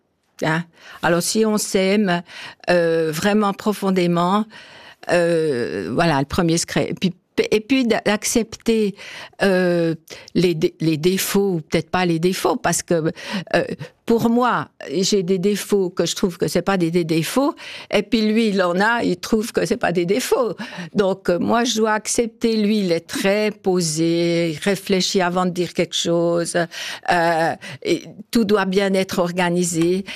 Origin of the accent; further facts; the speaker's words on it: Porrentruy, Jura, Switzerland; also born or lived in France; now in Macolin, Switzerland; J'ai grandi à Port-Rentrée.